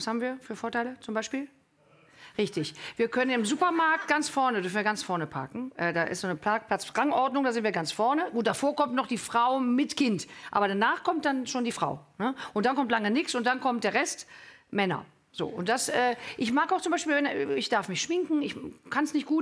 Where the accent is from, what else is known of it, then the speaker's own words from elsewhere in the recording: Cologne, North Rhine-Westphalia, Germany; Ich komme aus Köln.